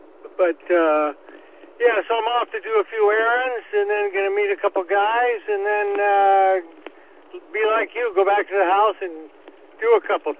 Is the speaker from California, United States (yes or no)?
yes; Santa Monica, California, United States; I was born in Santa Monica, so it always kind of stayed, you know, never really super hot.